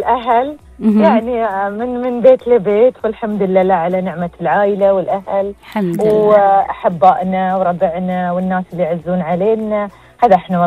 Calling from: Bahrain; ديرتنا بامن وامان، وعسى عياد البحرين دائما

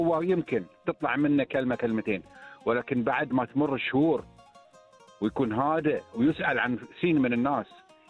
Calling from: Bahrain; انا بحريني

